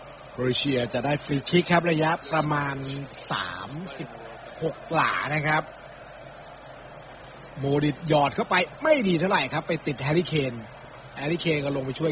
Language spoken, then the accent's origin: Thai; Bangkok, Thailand; born there